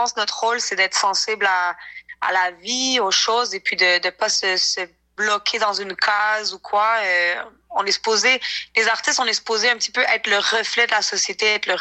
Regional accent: Montreal, Quebec, Canada; also born or lived in Cuba; Mes deux parents sont québécois, mais j'ai grandi à Montréal, donc je me considère 100% montréalaise.

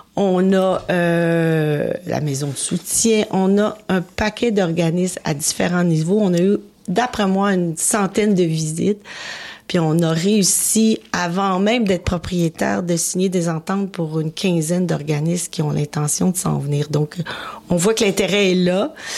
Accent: Laval, Quebec, Canada; born there; moi, je suis une Lavalloise, je vous le dis, là, je suis née à Laval, à environ à 20 minutes du lieu qu'on transforme. Puis je suis fière de ma ville.

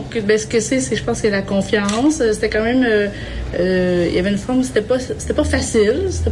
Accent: Montreal, Quebec, Canada; on est montréalaise. On est venu jusqu'ici pour faire l'exposition.

